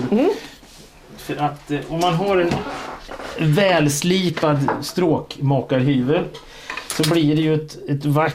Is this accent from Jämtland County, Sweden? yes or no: yes; Jämtland County, Sweden; jag är uppvuxen i Jämtland, så då där hade ju alla älghorn hemma i garaget